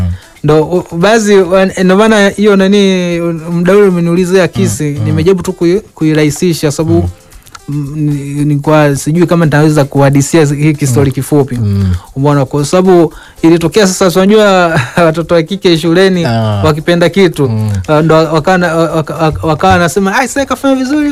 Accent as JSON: {"language": "Swahili", "region": "Kigoma", "country": "Tanzania", "tie": "born or raised there", "said": "Yeah, mimi ni mzaliwa wa Kigoma."}